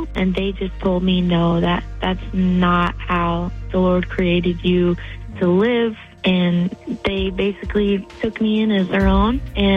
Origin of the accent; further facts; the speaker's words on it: Hawaii, United States; I didn't grow up with him. I was born and raised in Hawaii.